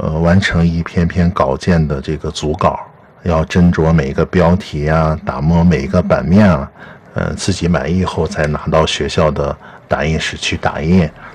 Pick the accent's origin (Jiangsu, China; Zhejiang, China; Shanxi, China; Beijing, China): Shanxi, China; Houma; 我们老家侯马古称新田